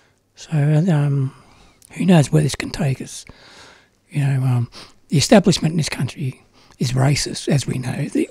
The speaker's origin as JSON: {"language": "English", "country": "Australia"}